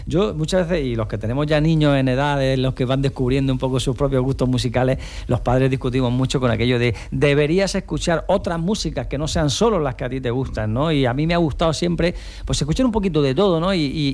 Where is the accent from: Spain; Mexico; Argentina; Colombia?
Spain; Almería, Andalusia; porque somos de Almería, ¿no?